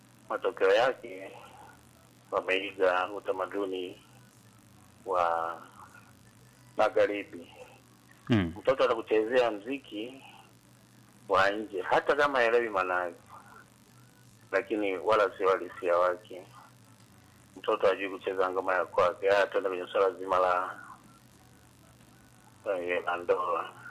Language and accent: Swahili; Tanzania; Mimi ni Msukuma bwana Mr. P. Sisi wakati tunakuwa miaka ile uwezo ka pewa posa au kuruhusiwa kuwa kama hujajenga nyumba, tunaitaga sisi kwa lugha ya Kisukuma maji.